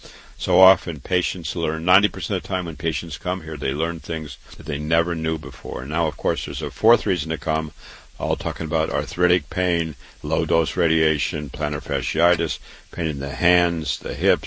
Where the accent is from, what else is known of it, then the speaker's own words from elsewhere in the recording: Waterloo, Iowa, United States; I was born and raised in Waterloo, Iowa. I went to public school, university, MD at 25